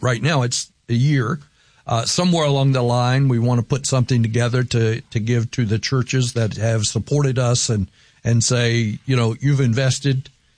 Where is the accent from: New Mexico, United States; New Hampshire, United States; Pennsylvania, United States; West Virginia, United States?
West Virginia, United States; I speak English. I'm from West Virginia. I don't speak English well.